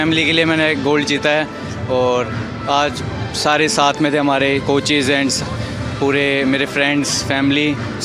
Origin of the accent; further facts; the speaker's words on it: Delhi, India; मैं दिल्ली से आता हूँ